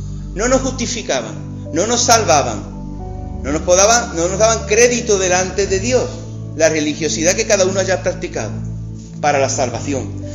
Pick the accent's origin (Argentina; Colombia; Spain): Spain; por ser españoles, por tener nuestra cultura, nuestra mentalidad, nuestra interpretación.